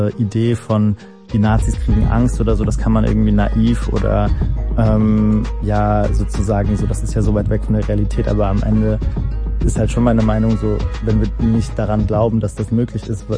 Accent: Germany; zweiten und dritten Generationen, die hier eben als Deutsche mit Migrationserfahrungen aufwachsen und so, also so wie ich

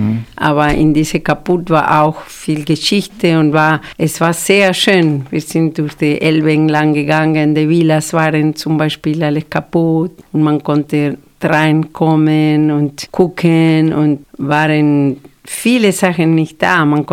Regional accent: Argentina; also born or lived in Bielefeld; now in Dresden, Germany; So, ich komme aus Argentinien. Und ich wohne in Dresden seit 1994. In Deutschland bin ich 1990 erst gelandet und habe ich erst in Bielefeld gelebt und dann seit 1994 hier in Dresden.

